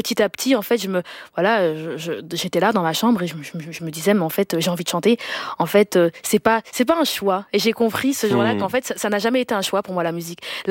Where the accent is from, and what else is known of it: Denderleeuw, Flanders, Belgium; born or raised there